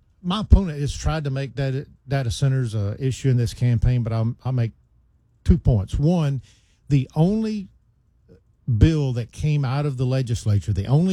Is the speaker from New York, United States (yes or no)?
no; Memphis, Tennessee, United States; I mean, people find out I'm from Memphis. When I'm outside Tennessee, they find out I'm from Memphis.